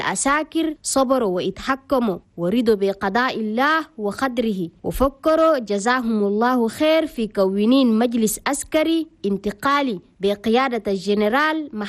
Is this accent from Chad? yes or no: yes; Chad; بلدنا تشاد